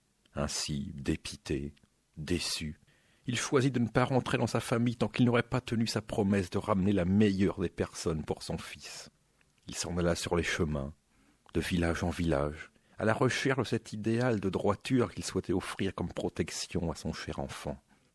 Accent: Normandy, France; aujourd'hui, nous allons faire un petit tour là d'où je viens, donc la Normandie.

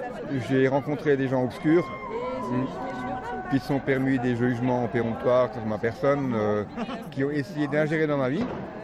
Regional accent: Grand Est, France; Alors, je suis alsacien … je suis bourgeron.

